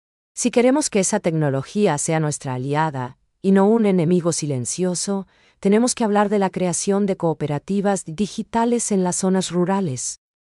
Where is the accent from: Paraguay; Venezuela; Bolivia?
Paraguay; lo que nos hace únicos como paraguayos.